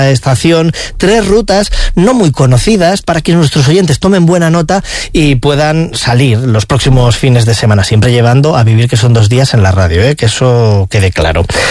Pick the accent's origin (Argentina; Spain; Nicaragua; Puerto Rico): Spain; Castile and León; nos vamos a ir ahora a mi tierra, nos vamos a la provincia de León, concretamente al Bierzo, al Valle de Compludo